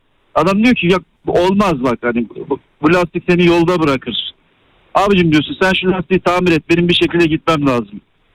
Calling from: Istanbul, Turkey; Abi İstanbul'dan arıyorum

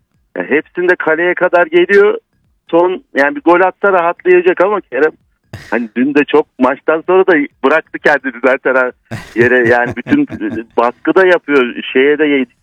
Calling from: Ankara, Turkey; Ankara'dan arıyorum.

